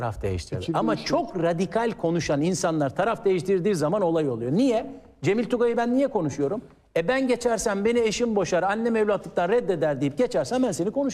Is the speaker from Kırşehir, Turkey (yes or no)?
no; Istanbul, Turkey; also born or lived in Sakarya; Ama ben Beşiktaş'ta doğdum, Beşiktaş'ta büyüdüm, siyasete Beşiktaş'ta başladım.